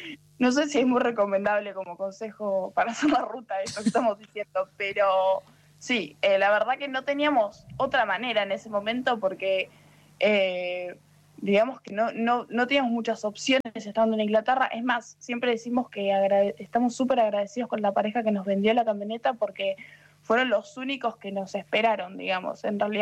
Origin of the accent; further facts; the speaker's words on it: Argentina; moved away as an adult; Soy argentina, tengo 30 años